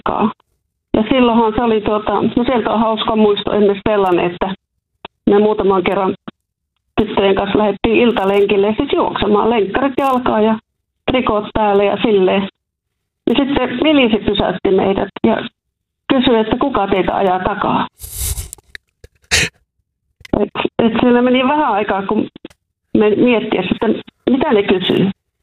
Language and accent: Finnish; Kajaani, Kainuu, Finland; moved away as an adult; also born or lived in Moscow / Jyväskylä; Olihan se 19-vuotiaalle tytölle Kajaanista tulla sinne Moskovaan